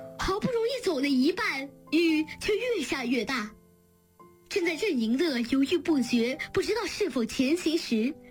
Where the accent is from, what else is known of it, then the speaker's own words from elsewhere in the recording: Mianyang, Sichuan, China; 著名的中国两弹城就在我的家乡绵阳市梓潼县。